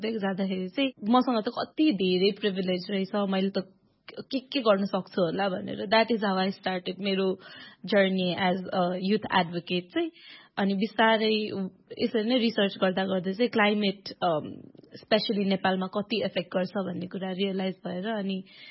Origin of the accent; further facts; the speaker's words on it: Koshi Province, Nepal; काठमाडौँमा एकदम सेल्टर्ड भएर हुर्केको होइन अनि जब म 14 वर्षको थिएँ त्यति बेला चाहिँ आई वेन्ट मेरो गाउँ पूर्व मोरङमा गएँ म बाबासँग